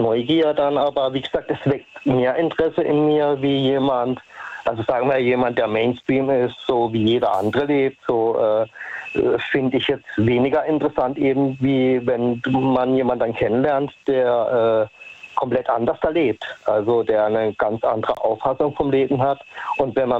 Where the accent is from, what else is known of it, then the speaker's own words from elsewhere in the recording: Lichtenau, Baden-Württemberg, Germany; Ich komme aus Lichtenau in der Nähe von Baden-Baden.